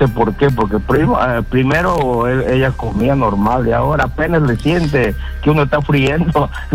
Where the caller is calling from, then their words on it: Florence, Tuscany, Italy; Estoy llamando desde Florencia, Italia.